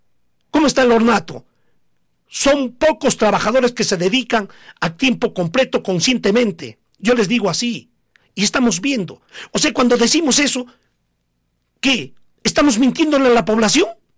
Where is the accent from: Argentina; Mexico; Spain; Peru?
Peru; Coracora, Ayacucho